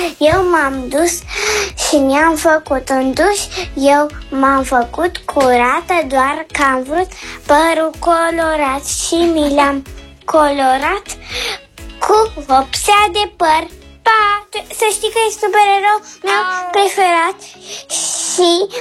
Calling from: Bucharest, Romania; din București, am 6 ani

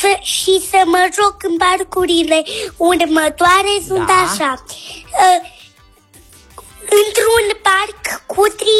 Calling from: Iași, Iași County, Romania; din Iași.

